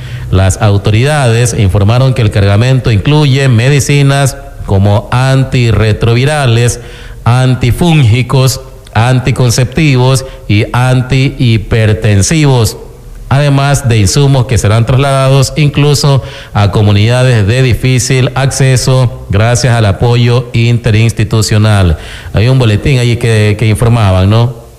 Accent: Ecuador; así como buenos ecuatorianos.

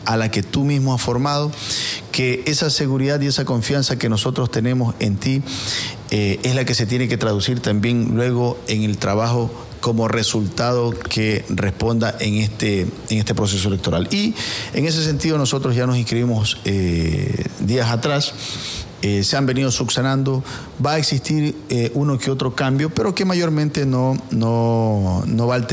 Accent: Quevedo, Los Ríos, Ecuador; born there; nací acá, todos mis hermanos 100% quevedeños

